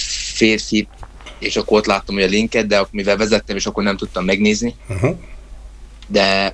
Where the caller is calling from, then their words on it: Subotica, Vojvodina, Serbia; Én szabadkai vagyok, vajdasági, csak most itt vagyok Pesten